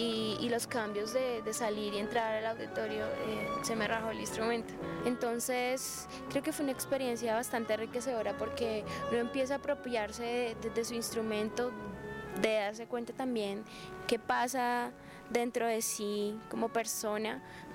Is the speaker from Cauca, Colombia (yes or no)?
no; Ibagué, Tolima, Colombia; born there; yo nací en Ibagué, empecé mis estudios musicales allá, estudié en el Conservatorio del Tolima